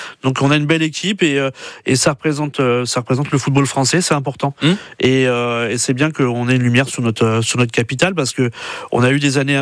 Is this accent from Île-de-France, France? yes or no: yes; Paris, Île-de-France, France; Et quand on est parisien, et ben on est fier d'afficher ses couleurs.